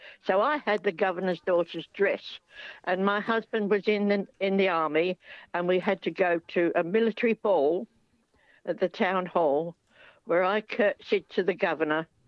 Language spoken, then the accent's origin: English; London, United Kingdom; Oh, God, what do I mean? Anyway, you know, I came from London and I was a ballroom dancing teacher person.